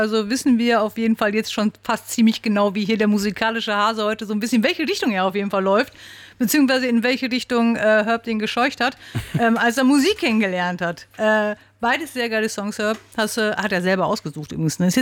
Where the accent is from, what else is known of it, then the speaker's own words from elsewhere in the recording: North Rhine-Westphalia, Germany; ich komme aus dem Sauerland.